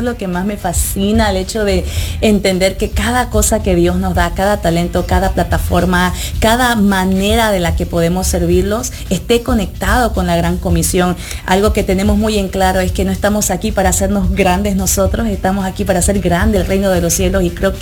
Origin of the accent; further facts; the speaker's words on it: Georgia, United States; moved away as an adult; now in Maryland, United States; yo crecí en Georgia, el sur, you know, y ahí hay bastantes latinos.